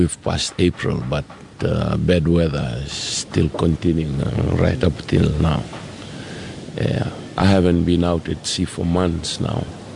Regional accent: Naomangi, Fiji; I'm from Naomangi village.

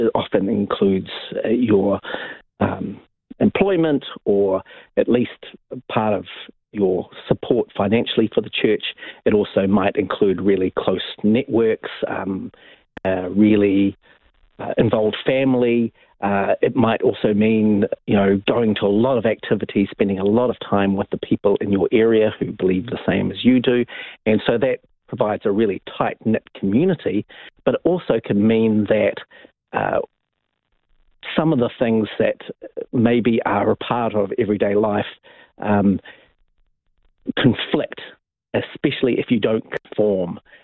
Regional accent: Wellington, New Zealand; also born or lived in Hamilton / Auckland; Well, I grew up in Wellington. My My parents joined the church when I was very young, and I managed to have quite a lovely experience in the church here

